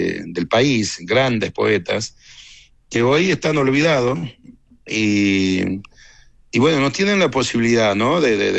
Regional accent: Chaco, Argentina; born there; acabo de venir porque vengo del Chaco, vos sabés que yo armé una cancha de fútbol allá donde yo

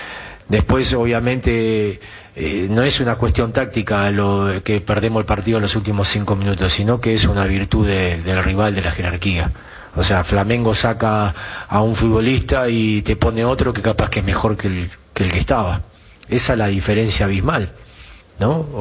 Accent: Uruguay; Yo soy uruguayo

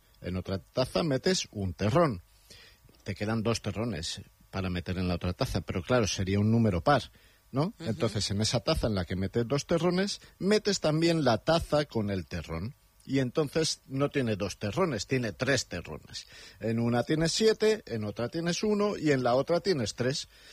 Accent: Madrid, Community of Madrid, Spain; Yo soy gato, mis padres nacieron en Madrid, yo nací en Madrid, mis padres nacieron en Madrid, dos de mis cuatro abuelos nacieron en Madrid

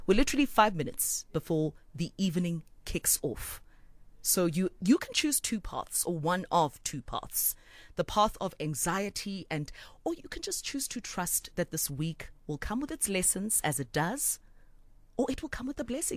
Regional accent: South Africa; Being South African right now, it's an extreme sport.

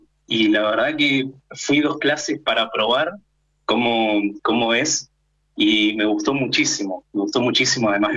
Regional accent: Chos Malal, Neuquén, Argentina; moved away as an adult; now in General Roca, Argentina; no soy oriundo de General Roca. Yo nací en el norte neuquino, en realidad. Y hace un año me vine acá a estudiar, como te comentaba, la licenciatura.

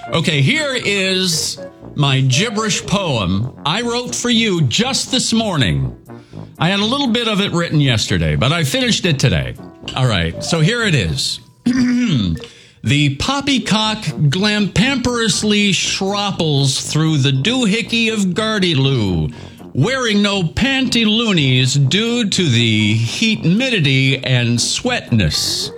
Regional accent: Minneapolis, Minnesota, United States; now in Eastern Iowa, United States; I grew up in Minneapolis, so I have to be a Vikings fan.

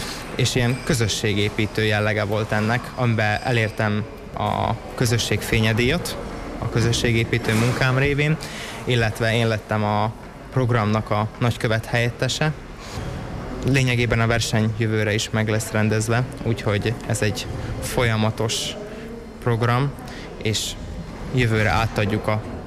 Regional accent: Vezekény, Bratislava Region, Slovakia; Pontosan Felvidék, Vezekény a település neve, az valahol Pozsony mellett van.

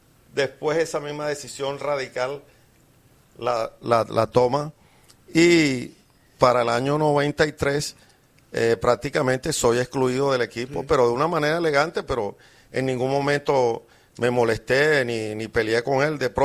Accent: Barranquilla, Atlántico, Colombia; Por decir, en el lobby del hotel nos veíamos ahí como amigos, como barranquilleros.

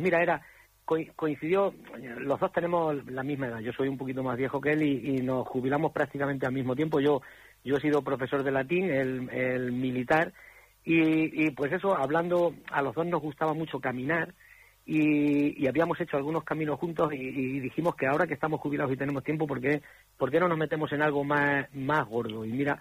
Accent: Oropesa, Castilla-La Mancha, Spain; Oropesa también, por ejemplo, mi pueblo, hoy día pertenece a la diócesis de Toledo, pero hace años perteneció a la diócesis de Ávila

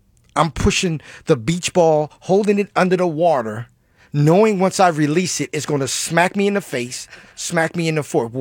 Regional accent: Baltimore, Maryland, United States; moved away; I'm originally from Baltimore.

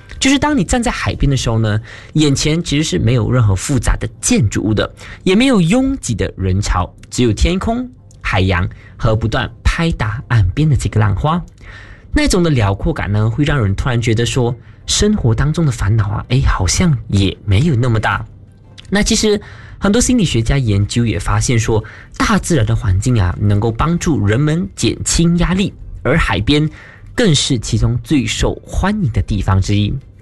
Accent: Miri, Sarawak, Malaysia; 因为我本身是来自梅里嘛，如果说有去过梅里的朋友们可能都知道说，那在我们梅里是有非常多的海边的。

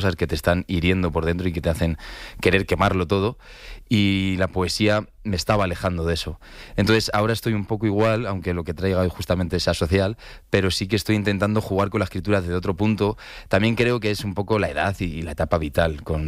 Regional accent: Leganés, Community of Madrid, Spain; Yo me gusta decir que soy de Leganés allá por donde voy.

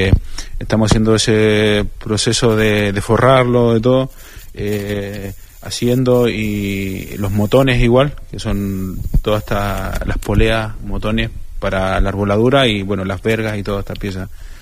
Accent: Calbuco, Los Lagos, Chile; now in Spain; Sí, yo soy de Chile, de la décima región de los Lagos, en Calbuco, de ahí soy.

